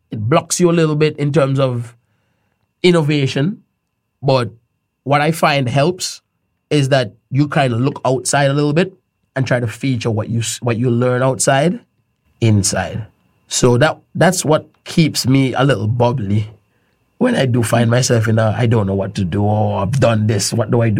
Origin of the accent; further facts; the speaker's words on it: Montserrat; even though I wasn't born in Montserrat, I grew up in Montserrat to Montserrat and parents. So I have that humility within me to know that, okay, I'm from a very small place.